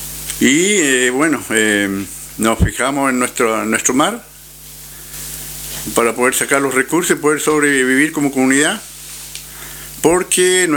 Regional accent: Los Lagos, Chile; Soy de la comunidad Huenque de Caulín, el mismo nombre de mi lugar donde yo vivo, de mi territorio.

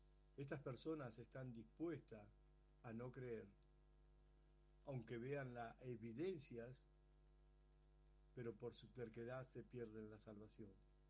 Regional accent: Argentina; soy de Argentina

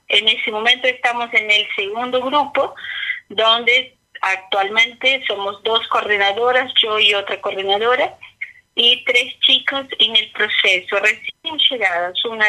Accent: Brazil; Spanish is a second language; Sí, bueno … tengo 35 años, soy brasileña.

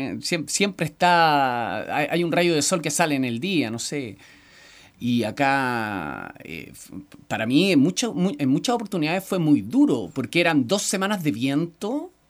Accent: northern Chile, Chile; moved away; en el norte, de donde vengo yo

